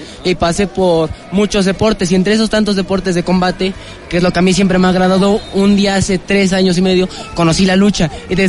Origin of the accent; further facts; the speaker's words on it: Puebla, Mexico; yo vengo representando al estado de Puebla, orgullosamente poblano